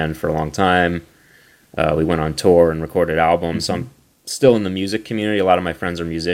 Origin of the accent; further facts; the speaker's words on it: New Jersey, United States; I grew up in New Jersey